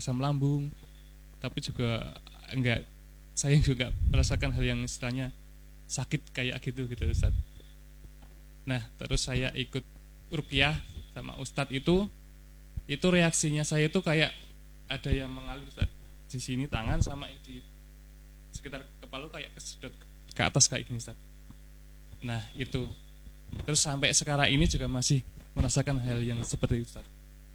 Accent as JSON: {"language": "Indonesian", "town": "Kulon Progo", "region": "Special Region of Yogyakarta", "country": "Indonesia", "said": "Kosnya di kota, cuman aslinya Kulon Progo sih, di gunung sih."}